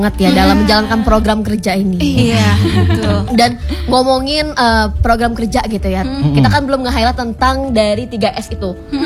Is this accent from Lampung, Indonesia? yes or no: yes; Lampung, Indonesia; kita juga sebagai orang Lampung